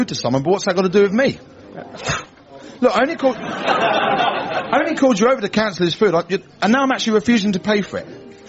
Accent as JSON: {"language": "English", "country": "United Kingdom", "said": "because I'm British and I'd rather pay for a bowl of nearly new potatoes that I don't want than have to face any form of confrontation."}